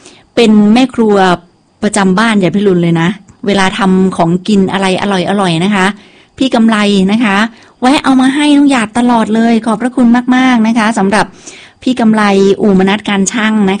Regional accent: Northern Thailand, Thailand; เราเป็นคนเมืองนะคะ

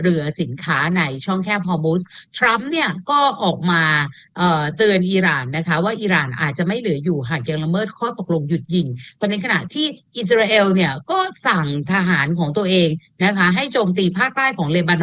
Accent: Nonthaburi, Thailand; ดิฉันเป็นคนนนทบุรี

